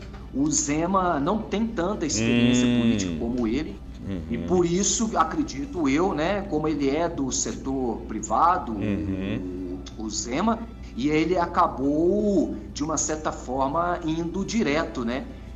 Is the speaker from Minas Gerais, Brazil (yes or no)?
yes; Minas Gerais, Brazil; Sou, me criei em Minas.